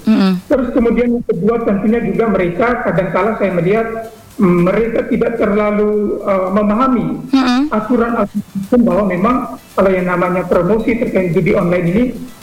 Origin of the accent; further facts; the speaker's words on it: Ende, East Nusa Tenggara, Indonesia; now in Semarang, Indonesia; saya asli orang ND.